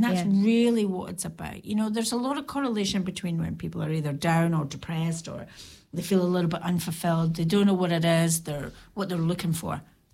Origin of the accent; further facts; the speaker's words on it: Edinburgh, Scotland, United Kingdom; moved away as an adult; now in New Zealand; I mean, Irish family, but I come from Edinburgh